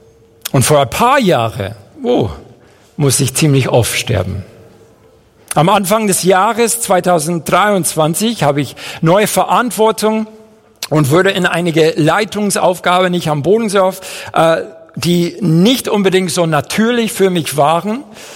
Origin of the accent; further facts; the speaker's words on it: Madrid, Community of Madrid, Spain; German is a second language; also born or lived in Seville / near Chicago; now in Fischbach, Germany; ich bin in Großstadt Madrid aufgewachsen, bin in Sevilla geboren, Madrid aufgewachsen, dann bin ich umgezogen in die Nähe von Chicago und jetzt wohne ich in der nächste große Weltstadt, Fischbach.